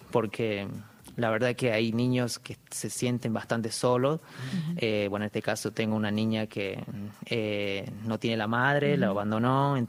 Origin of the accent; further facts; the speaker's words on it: Abrapampa, Jujuy, Argentina; also born or lived in La Quiaca / Tilcara; Soy Abrapampa, nacido en La Quiaca, ajá. Me crié en Abrapampa, hice mis estudios primarios y secundarios y la universidad, bueno, el nivel terciario en Tilcara.